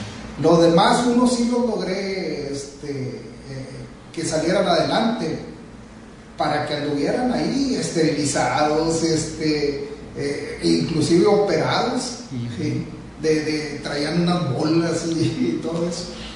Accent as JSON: {"language": "Spanish", "town": "Villa Las Esperanzas", "region": "Coahuila", "country": "Mexico", "said": "De Vía Las Esperanzas, Coahuila."}